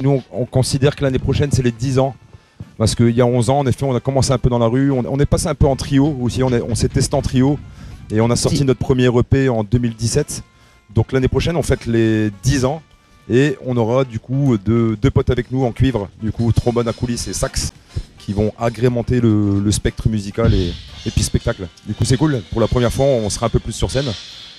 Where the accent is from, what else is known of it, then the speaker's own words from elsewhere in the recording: Dunkirk, Hauts-de-France, France; Alors, c'est un groupe de Dunkerque. Moi, je suis de Dunkerque d'origine.